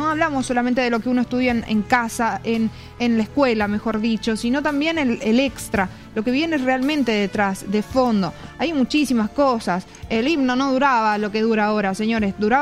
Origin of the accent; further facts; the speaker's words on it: Argentina